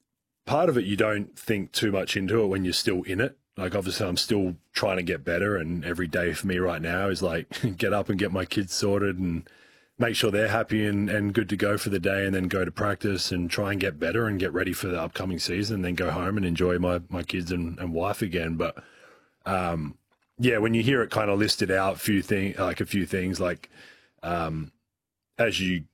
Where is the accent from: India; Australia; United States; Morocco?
Australia; Adelaide, South Australia; growing up in Adelaide and playing for the Tigers